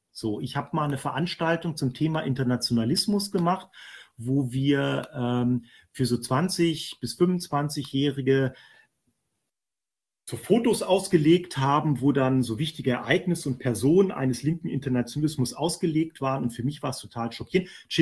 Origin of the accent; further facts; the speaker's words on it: Marburg, Hesse, Germany; moved away; also born or lived in Berlin; Ich komme aus Marburg.